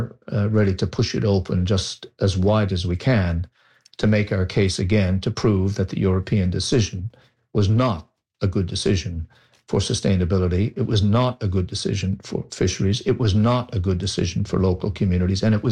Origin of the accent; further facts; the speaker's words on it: Newfoundland and Labrador, Canada; what it seems to me as a Newfoundlander and somebody deeply concerned about our culture